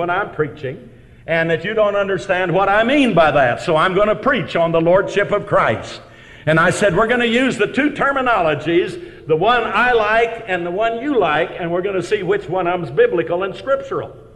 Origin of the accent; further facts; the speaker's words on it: Nebraska, United States; moved away; I wasn't born and raised in Texas. I was born and raised in Nebraska. I was born in Nebraska, born again in Texas, called to preach in Colorado, went to school in Oklahoma